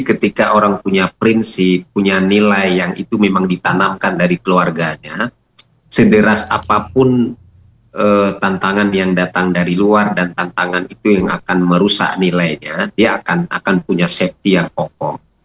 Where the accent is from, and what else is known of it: Aceh, Indonesia